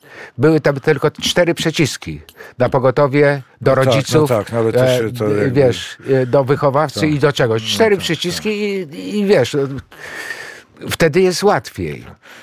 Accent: Warsaw, Masovian Voivodeship, Poland; ja się wychowałem tuż koło getta, oprócz domów dziecka. W domu dziecka blisko ciebie, bo na Rakowieckiej. Ale później dostaliśmy mieszkanie z rodzicami na Nowym Mieście.

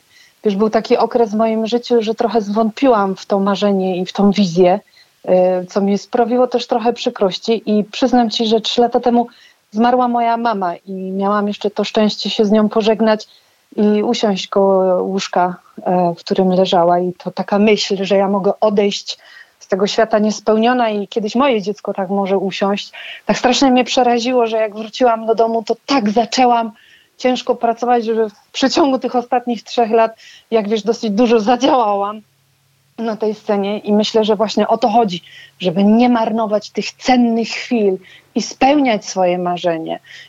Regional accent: Wuppertal, North Rhine-Westphalia, Germany; moved away as an adult; also born or lived in Croatia / Madrid; now in Pomerania, Poland; Ja mieszkałam, raczej dorastałam w Wuppertalu. Mieszkałam później też w Chorwacji, w Madrycie, dobra, ale obecnie jestem w Polsce i już stąd się nie wybieram.

